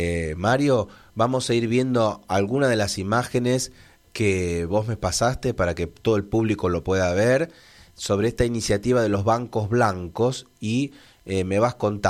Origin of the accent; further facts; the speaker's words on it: Wilde, Buenos Aires Province, Argentina; yo soy de Wilde, yo soy de Wilde.